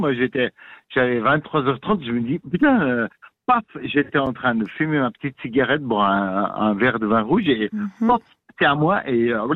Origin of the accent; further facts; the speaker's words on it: Switzerland; Parce que c'est vrai que c'est pas comparable chez nous en Suisse.